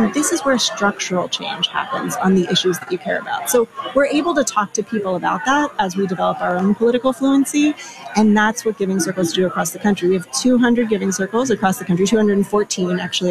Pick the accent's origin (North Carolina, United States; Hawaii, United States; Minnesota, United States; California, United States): North Carolina, United States; now in New York, United States; I grew up in North Carolina. I now live in New York.